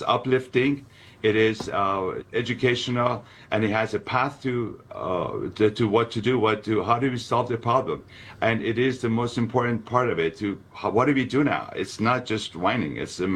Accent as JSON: {"language": "English", "country": "Iran", "moved": "yes", "said": "I'm an immigrant from Iran, 1979, the proverbial 47 years ago, when the mullahs came to Iran, me and 2 million other Iranians flee away from them."}